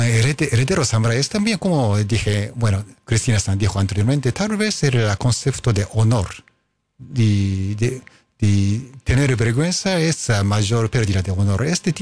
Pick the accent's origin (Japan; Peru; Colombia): Japan